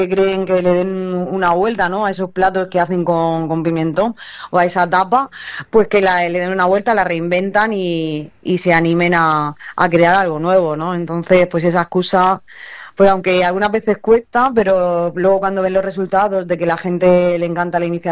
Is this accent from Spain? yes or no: yes; Region of Murcia, Spain; las raíces son nuestras raíces que llevamos por bandera al final como buenos murcianos.